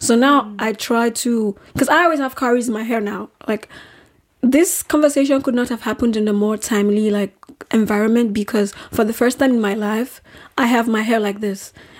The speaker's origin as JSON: {"language": "English", "country": "Nigeria", "tie": "born or raised there", "moved": "yes", "said": "I think that for me, I grew up in Nigeria. I wasn't black until I moved out of Nigeria."}